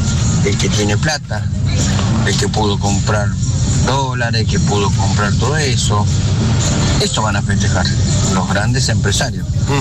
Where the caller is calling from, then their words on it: Argentina; acá de La Hermosura.